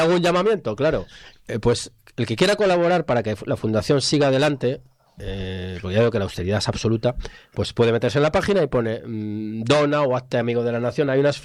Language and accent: Spanish; Cuenca, Castilla-La Mancha, Spain; yo soy de Cuenca